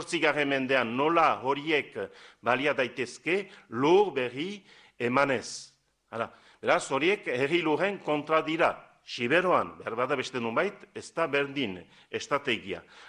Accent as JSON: {"language": "Basque", "town": "Estérençuby", "region": "Nouvelle-Aquitaine", "country": "France"}